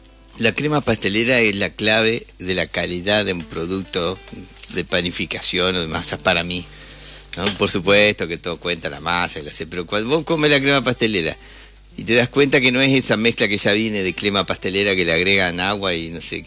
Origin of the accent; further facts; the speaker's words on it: Victoria, Entre Ríos, Argentina; somos de acá, de las Siete Colinas, de la ciudad de Las Rejas, de los pagos de Gaspar Benavento.